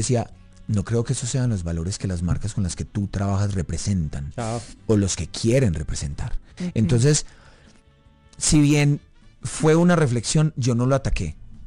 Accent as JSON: {"language": "Spanish", "country": "Colombia", "said": "yo al fin y al cabo soy colombiano"}